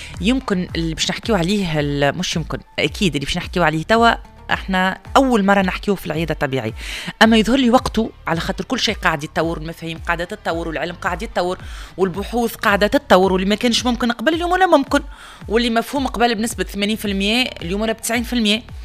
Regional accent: Tunisia; احنا مواطن تونسي عادي

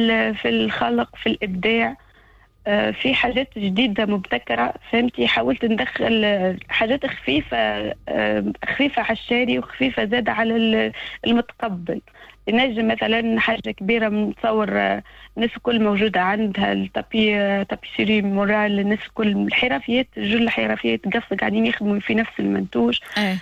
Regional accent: Gafsa, Gafsa Governorate, Tunisia

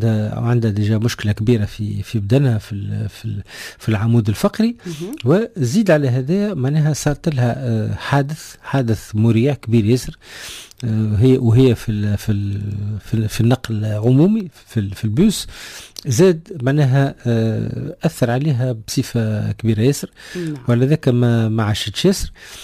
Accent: Tunisia; كي تمشي كتونسي تحس روحك كانك في بلادك

